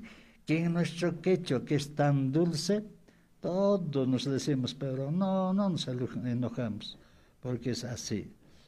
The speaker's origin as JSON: {"language": "Spanish", "town": "Acomayo", "region": "Cusco", "country": "Peru", "moved": "yes", "said": "Llegamos a mi tierra santa, mi Acomayo querido"}